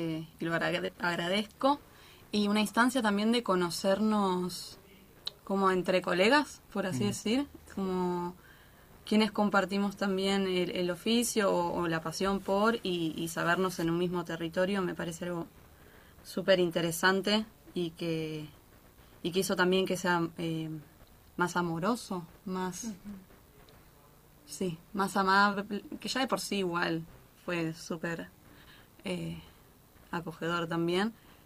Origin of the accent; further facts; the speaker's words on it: Buenos Aires, Argentina; moved away as an adult; Y yo soy de Buenos Aires. Llegué hace medianamente poco a este territorio. Y también me formé allá, en el oeste, particularmente, en Aedo.